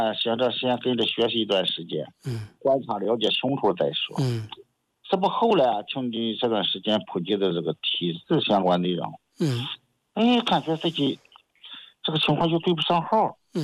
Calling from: Shandong, China; 我是山东的听众啊。

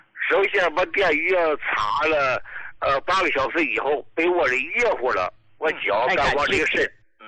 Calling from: Dalian, Liaoning, China; 我是大连的，

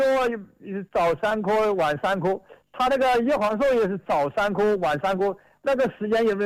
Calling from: Wuhan, Hubei, China; 我是江夏的人，对吧？

